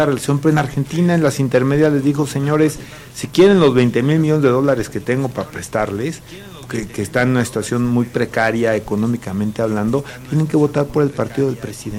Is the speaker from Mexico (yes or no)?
yes; Mexico